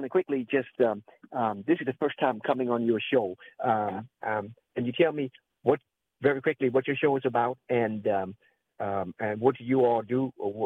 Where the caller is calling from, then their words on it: Washington, District of Columbia, United States; Yes, good day. … I'm calling from Washington, D.C.